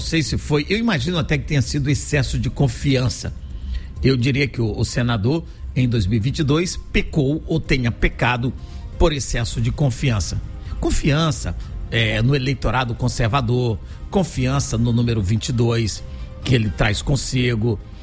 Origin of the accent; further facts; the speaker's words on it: Maranhão, Brazil; born there; moved away; um grupo político lá no estado onde eu nasci